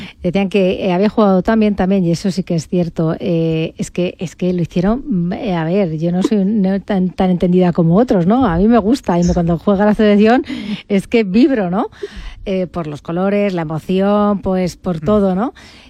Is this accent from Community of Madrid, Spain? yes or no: yes; Madrid, Community of Madrid, Spain; yo soy de Madrid y yo, claro, tiro para la selección